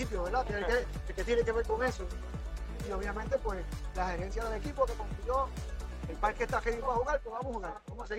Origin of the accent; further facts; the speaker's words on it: Comerío, Puerto Rico; Yo nací y me crié en Comerío. Y desde el 90 estoy ligado a esa franquicia.